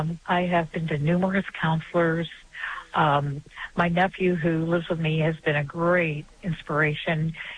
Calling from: Columbus, Ohio, United States; Hi, I'm calling from the Columbus, Ohio area.

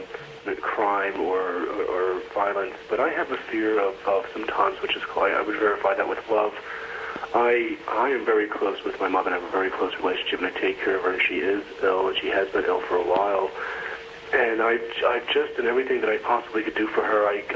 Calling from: New Jersey, United States; I'm calling from New Jersey.

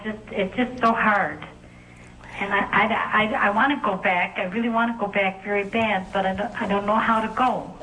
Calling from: Clearwater, Florida, United States; I'm calling from Clearwater, Florida.

